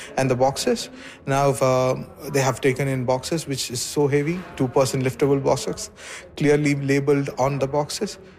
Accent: India; moved away as an adult; now in Saskatoon, Canada; I'm from India. I've been here for the last 2 years

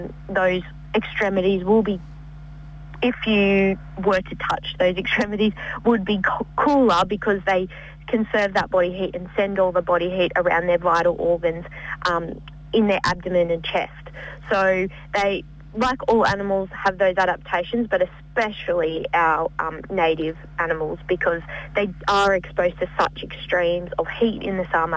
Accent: New South Wales, Australia; now in Albury, Australia; that's my hometown, or home locality would be best to call it, probably.

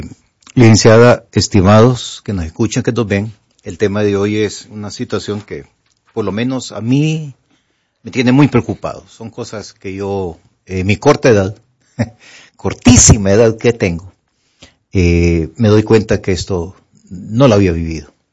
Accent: Honduras; En mi país, en mi querida Honduras

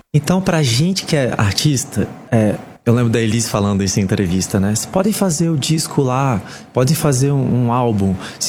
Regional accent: Brazil

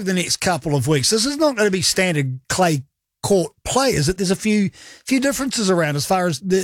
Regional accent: Auckland, New Zealand; Nah, I'm from the Badlands in Grim Eden.

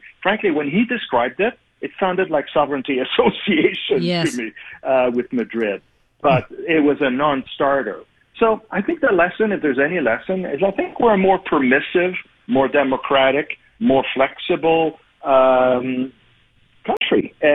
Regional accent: Canada; I'm from Canada.

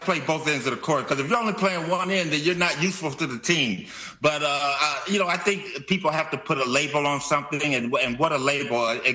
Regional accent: Los Angeles, California, United States; born there; L.A. Riot, my hometown team.

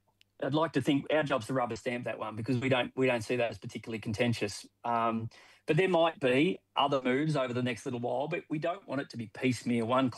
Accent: Orbost, Victoria, Australia; I grew up in Orboston, so I absolutely understand why it's important to play against communities of interest

